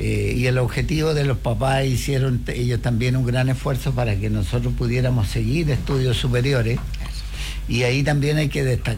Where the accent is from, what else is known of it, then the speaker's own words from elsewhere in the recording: Chillán, Ñuble, Chile; born there; moved away as an adult; now in Patagonia, Chile; yo soy un guaso chillanejo, digo yo, porque nací en Chillán.